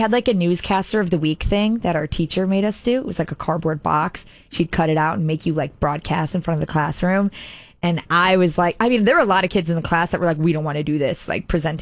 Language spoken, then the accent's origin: English; Chicago, Illinois, United States